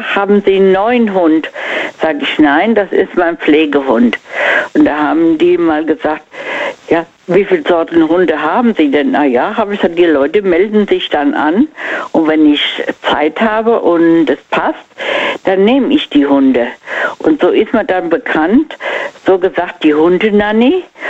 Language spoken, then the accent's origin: German; Mainz, Rhineland-Palatinate, Germany; Von Mainz.